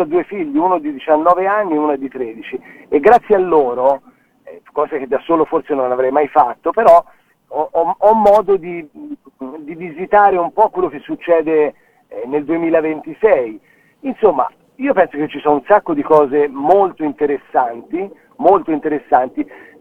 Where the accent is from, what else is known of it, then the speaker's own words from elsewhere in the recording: Tuscany, Italy; pure se siamo toscani